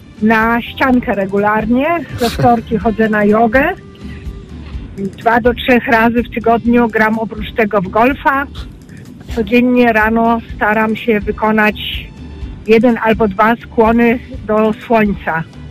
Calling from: Germany; Słucham Was w Niemczech, jadąc do pracy. Mam 64 lata.

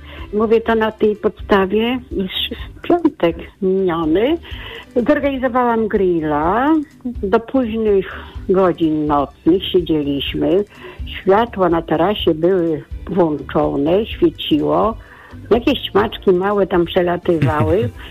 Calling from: Warsaw, Masovian Voivodeship, Poland; Ja akurat też dzwonię z Warszawy

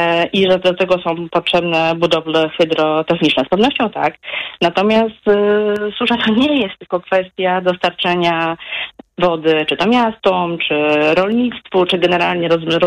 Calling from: Warsaw, Masovian Voivodeship, Poland; ja jestem z Warszawy

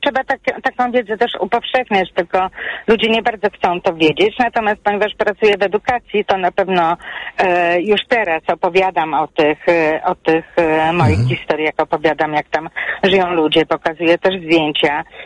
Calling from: Masovian Voivodeship, Poland; Tak, ja mieszkam pod Warszawą, pracuję w Warszawie

